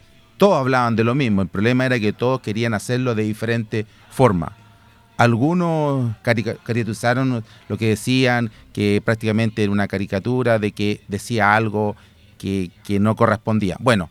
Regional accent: Chile

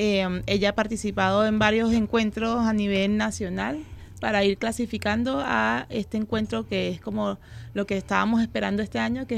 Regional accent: Caracas, Capital District, Venezuela; moved away as an adult; now in Rancagua, Chile; Soy venezolana.

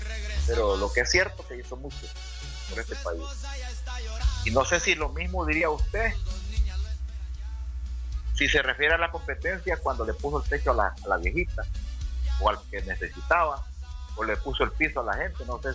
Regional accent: Honduras; A mí, con que le hayan ayudado a la gente que lo necesitaba, para mí, yo como hondureño, estoy agradecido

